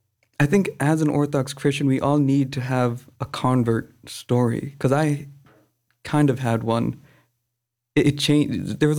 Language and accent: English; Philadelphia, Pennsylvania, United States; Philadelphia.